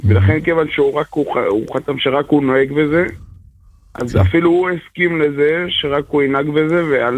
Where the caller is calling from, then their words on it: Netivot, Southern District, Israel; אני מנתיבות, אבל בכל אני לומד בירושלים.